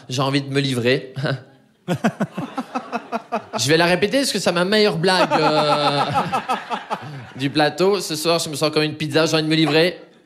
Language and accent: French; Anderlecht, Brussels-Capital Region, Belgium; born there; Et moi, je suis né à Anderlecht, mais aujourd'hui, je connais que ma chambre d'hôpital, qui fait qu'aujourd'hui, je suis absolument pas bilingue.